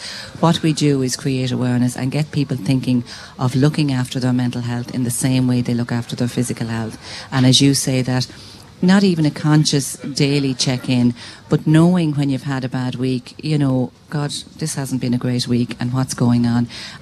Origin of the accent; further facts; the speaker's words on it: Carlow, Leinster, Ireland; I suppose I'm from Carlow